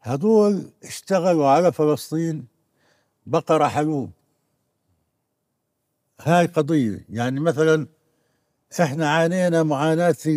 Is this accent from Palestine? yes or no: yes; Jerusalem, Palestine; يا اخي القدس مدينتي